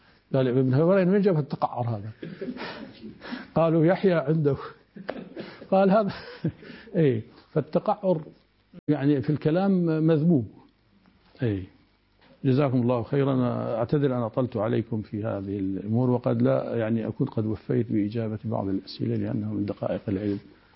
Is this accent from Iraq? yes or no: yes; Iraq; وانط ينطي انا في العامية عندنا في العراق موجودة